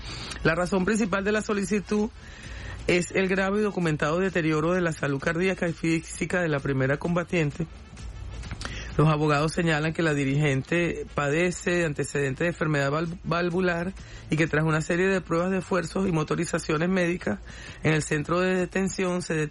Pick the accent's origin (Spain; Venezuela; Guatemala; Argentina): Venezuela